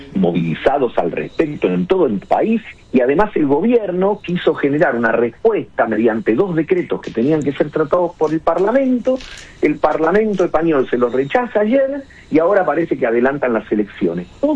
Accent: Argentina

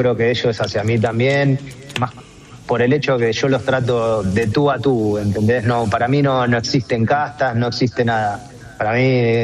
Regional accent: Argentina; Cada vez que decís que sos de Argentina, nada, no lo pueden creer, ¿viste?

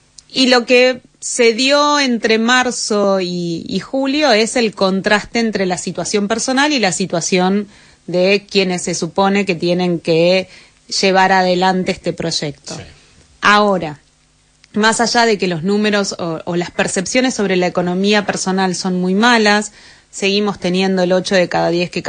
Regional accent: Argentina; todos somos argentinos

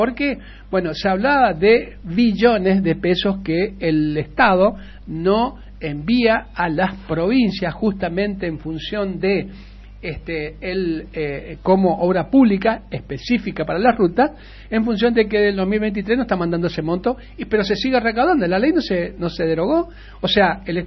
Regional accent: Charadai, Chaco, Argentina; moved away; en Charaday, mi pueblo querido, que siempre lo recuerdo

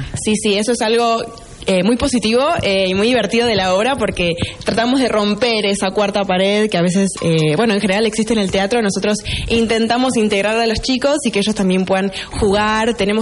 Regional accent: Buenos Aires, Argentina; Nosotros venimos de Buenos Aires, algunos de Capital, otros de Zona Sur, pero sí, de Buenos Aires.

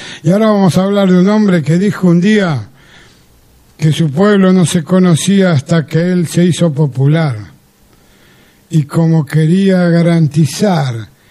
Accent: Curuzú Cuatiá, Corrientes, Argentina; born there; now in Buenos Aires, Argentina; Hoy vivo en Buenos Aires, ya hace 23 años, pero nací en Curuzú-Cuatiá, en la tierra de … Curuzú-Cuatiá, Corrientes.

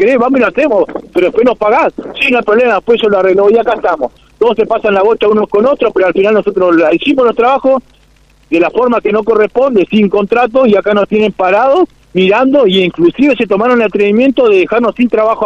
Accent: Junín de los Andes, Neuquén, Argentina; Yo soy de acá, soy de Junín de los Andes, no me voy a ir.

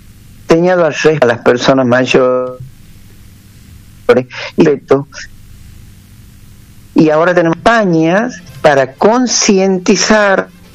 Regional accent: Choromoro, Tucumán, Argentina; yo también vengo de un pueblo de Choromoro

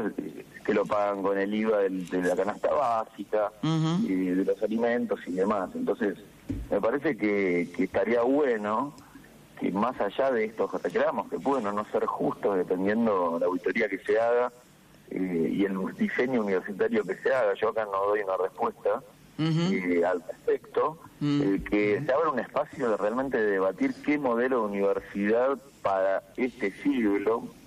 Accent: Argentina

